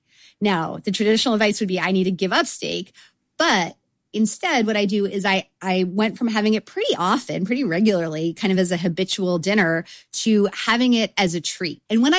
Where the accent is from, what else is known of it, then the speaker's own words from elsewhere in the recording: Canada; you know, as a Canadian, I am legally obligated to encourage people to seek out Quebec maple syrup